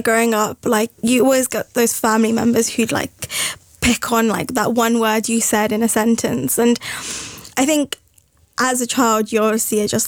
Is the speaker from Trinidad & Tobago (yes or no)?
no; United Kingdom; accent: British; Like, I've grown up here. I'm born here. Like, I'm going to have a British accent. I am British.